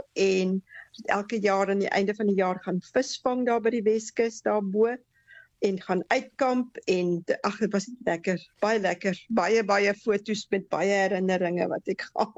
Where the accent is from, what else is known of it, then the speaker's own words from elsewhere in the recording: Graaff-Reinet, Eastern Cape, South Africa; moved away as an adult; also born or lived in Pietermaritzburg / Stellenbosch / Karoo; now in Langebaan, South Africa; ek kom van die Karoo af, ek is in Maritzburg gebore, kom van Graaf Reinet groot geword, toe maar gaan swat in Stellenbosch, waar ek vir Liefie ontmoet het, en ons is getroud, en die wye wêreld vol getrek.